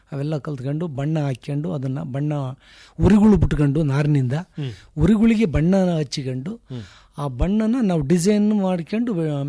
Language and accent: Kannada; Arsikere, Hassan district, Karnataka, India; ನಮ್ಮ ಅರಸೀಕೆರೆ ಹಾಸನ್ ಸರೌಂಡಿಂಗರು ಜಾಸ್ತಿ ಸರ್, ಹಾಸನ್ ಜಿಲ್ಲೆಯವರು ಜಾಸ್ತಿ ಇದ್ವಿ.